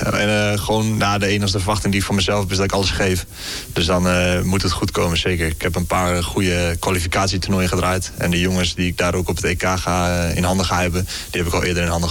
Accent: Hengelo, Overijssel, Netherlands; now in Veendam, Netherlands; Ik kom uit Hengelo oorspronkelijk. Ik ben hier naar Veendam gekomen

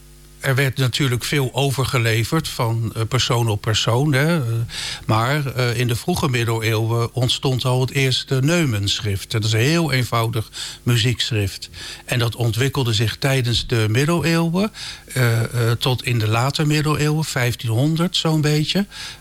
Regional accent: Rotterdam, South Holland, Netherlands; born or raised there

